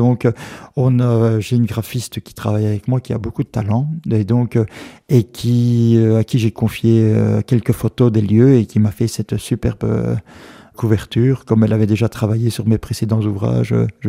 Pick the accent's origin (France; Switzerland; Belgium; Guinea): Belgium; Namur, Wallonia; je suis natif de Namur, et donc à partir de ce moment-là, je voulais rendre hommage quelque part à ma ville natale, parce que je trouve que c'est une ville où on se sent très bien, même si j'habite à 20 km maintenant, j'y suis très souvent.